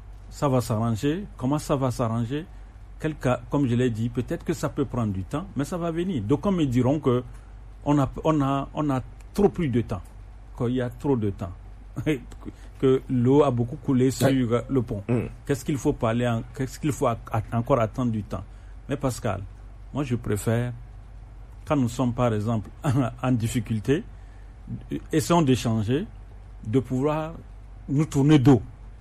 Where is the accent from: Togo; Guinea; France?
Togo; j'ose croire, en tant que Togolais